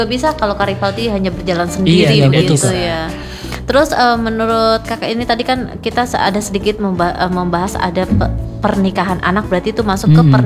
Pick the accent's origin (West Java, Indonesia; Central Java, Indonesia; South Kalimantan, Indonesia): Central Java, Indonesia; Kebumen; tempat saya di Kebumen